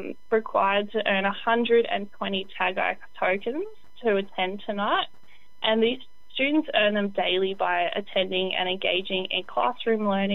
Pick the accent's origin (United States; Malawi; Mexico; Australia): Australia; Redcliffe, Queensland; moved away as an adult; now in Thursday Island, Australia; I'm originally from Redcliffs in North Brisbane, so Dolphins country down there.